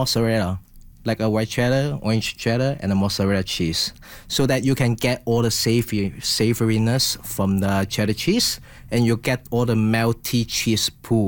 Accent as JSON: {"language": "English", "country": "Hong Kong", "tie": "born or raised there", "moved": "yes", "said": "because of my culture, where I grew up from, I'm from Hong Kong"}